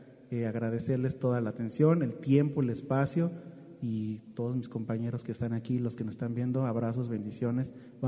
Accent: Mexico City, Mexico; somos aquí de la Ciudad de México

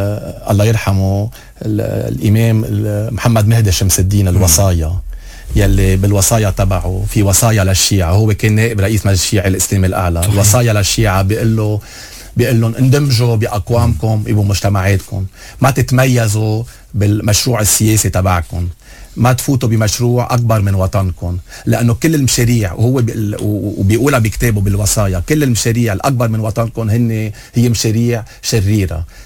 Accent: Lebanon; أنا فخور إني لبناني

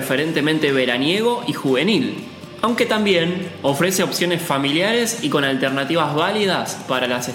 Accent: Argentina

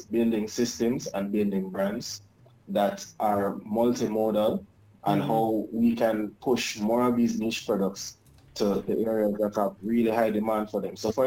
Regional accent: Jamaica

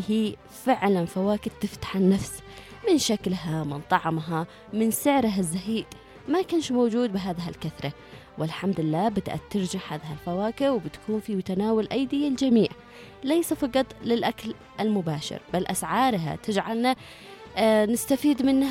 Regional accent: Yemen

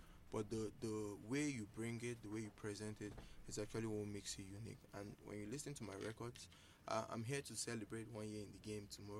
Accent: Enugu State, Nigeria; I'm from Umuagudi. I'm from Enugu State.

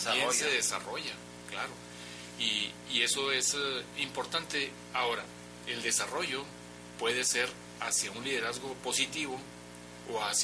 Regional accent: Sonora, Mexico; aquí los norteños somos más dados, yo que soy de Sonora, ¿verdad?, a ser más directos.

